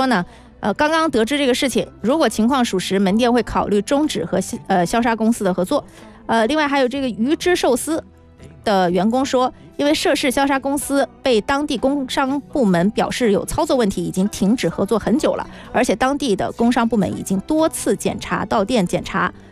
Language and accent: Chinese; Guangdong, China; 作为广东人，再次感受到了洗这个餐前这个冲碗的这个重要性啊。